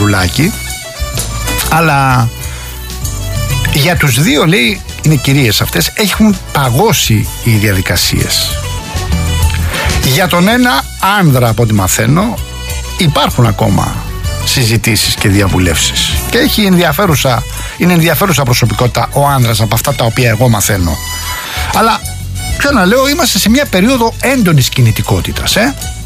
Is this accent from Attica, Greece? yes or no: yes; Rafina, Attica, Greece; είναι και ο τόπος μου